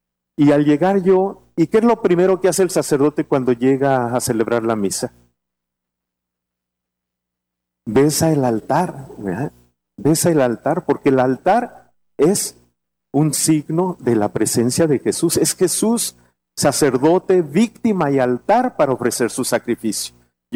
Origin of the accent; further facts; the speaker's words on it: Guadalajara, Jalisco, Mexico; yo soy de Guadalajara